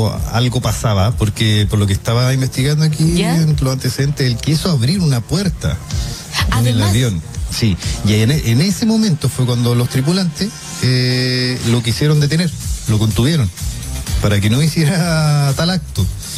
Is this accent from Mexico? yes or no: no; Chile; Para empezar, somos chilenos.